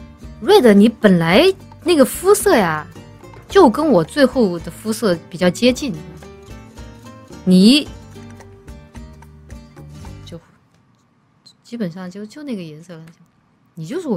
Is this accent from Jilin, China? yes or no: no; Chongqing, China; 我以为只有我们重庆人不会骑自行车。